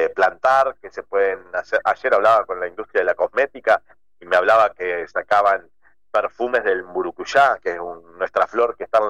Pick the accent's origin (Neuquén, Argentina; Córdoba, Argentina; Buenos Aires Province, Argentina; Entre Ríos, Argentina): Entre Ríos, Argentina; Villa Paranacito; Sí, la verdad es mi lugar en el mundo, mi lugar en el mundo, y no hubo día que no añore la vuelta.